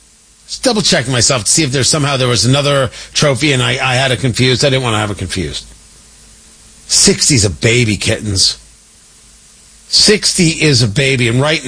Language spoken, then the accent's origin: English; New Jersey, United States; I grew up in Jersey, right? New Jersey Devils.